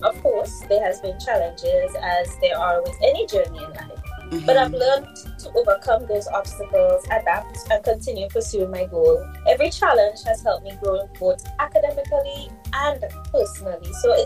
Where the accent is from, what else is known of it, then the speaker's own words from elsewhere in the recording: Grenada; I'm from Grenada